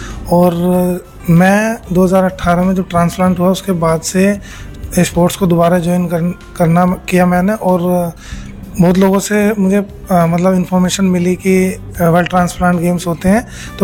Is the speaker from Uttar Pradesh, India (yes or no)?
yes; Baghpat, Uttar Pradesh, India; और मैं बागपत उत्तर प्रदेश का रहने वाला हूँ